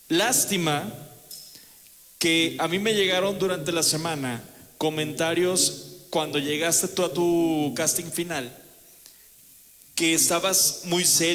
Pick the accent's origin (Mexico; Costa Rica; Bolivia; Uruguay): Mexico; Monterrey, Nuevo León; Yo soy de Monterrey